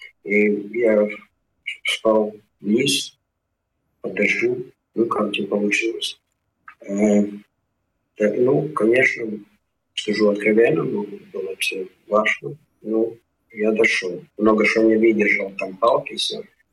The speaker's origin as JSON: {"language": "Ukrainian", "country": "Latvia", "said": "Я як сам з Латвії"}